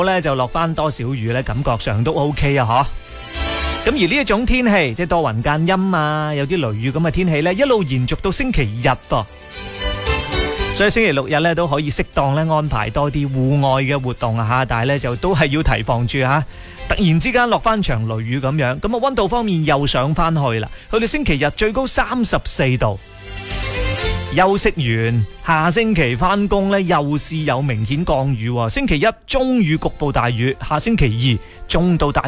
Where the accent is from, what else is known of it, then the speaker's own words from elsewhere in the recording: Guangdong, China; 我哋广东人